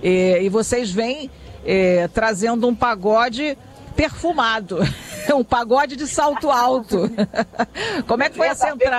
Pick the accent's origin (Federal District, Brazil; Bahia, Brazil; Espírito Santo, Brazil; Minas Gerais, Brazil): Federal District, Brazil; Brasília; eu sou brasiliense, olha, veja você, brasiliense.